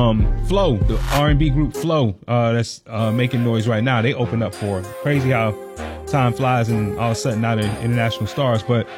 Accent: the South, United States; now in Ohio, United States; You know, I'm from the South, so I'm, you know, on the highway, you think immediately you run over something.

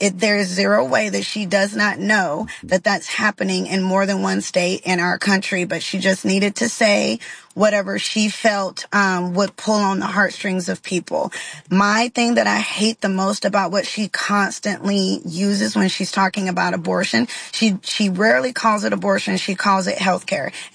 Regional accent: Alabama, United States; I was raised in the South in Alabama, Roll Tide. I was raised in a very Christian home.

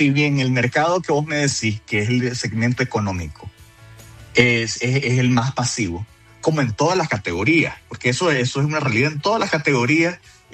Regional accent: Colombia; seguir promoviendo el consumo de esta bebida, que es parte de nuestra cultura como colombiano

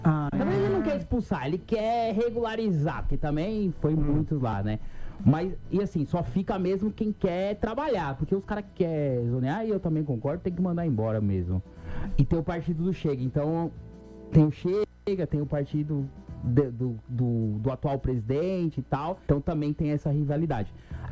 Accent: São Paulo, Brazil; Na verdade, eu sou paulistano, né?

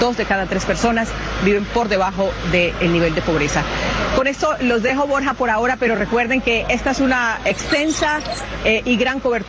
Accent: Quibdó, Chocó, Colombia; años yo no visitaba mi tierra, y tener que llegar y encontrar tanto dolor, tanta destrucción, tanta desolación, ha sido un choque bastante fuerte para mí. Quiero mostrarles, nos encontramos en el barrio Medrano de Quibdó.

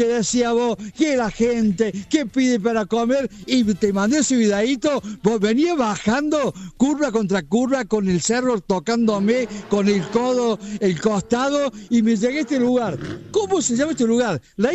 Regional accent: Córdoba, Argentina; qué lindo es ser cordobés, papá. Qué lindo que es ser cordobés

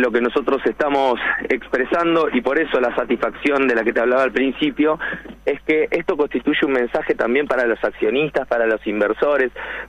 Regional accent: Argentina; Nosotros como argentinos

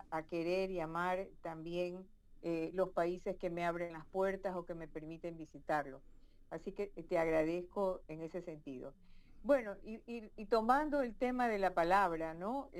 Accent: Guayaquil, Guayas, Ecuador; born there; also born or lived in Manabí; now in Quito, Ecuador

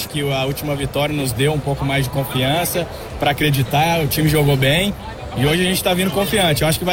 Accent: Varginha, Minas Gerais, Brazil; nós estamos vindos do sul de Minas, Varginha, Minas Gerais.

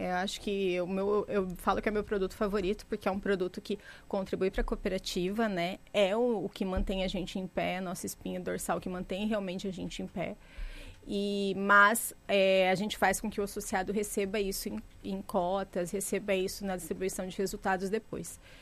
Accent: Maringá, Paraná, Brazil; Eu já morei em estados diferentes, eu venho de Maringá, Paraná, que também é uma cidade do interior, né?

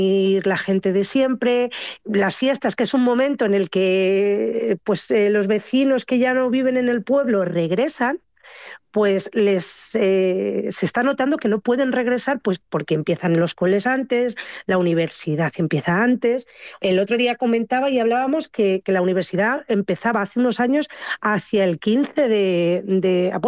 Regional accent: Camarena, Castilla-La Mancha, Spain; yo digo que vivo en Camarena y soy camarenera. Sí, que es cierto que todo lo que paso muchas más horas en Toledo que en mi propio pueblo.

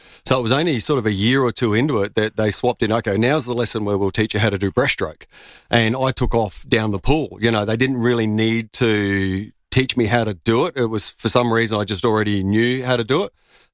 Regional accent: Modbury, South Australia, Australia; Modbury I grew up in. Yeah. So okay. I was a Clovercrest Swim School graduate from many years ago.

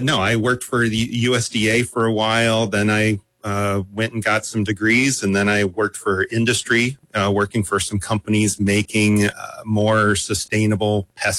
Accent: Missouri, United States; now in Michigan, United States; I'm originally from Missouri.

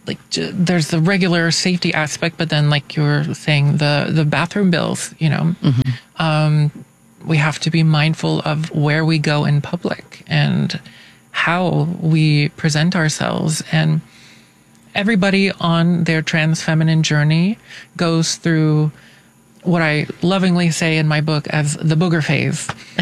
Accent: Tennessee, United States; And, like I said, I'm originally from Tennessee.

